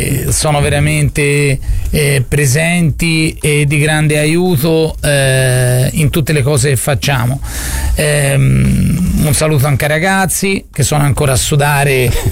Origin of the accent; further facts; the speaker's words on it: Florence, Tuscany, Italy; E da fiorentino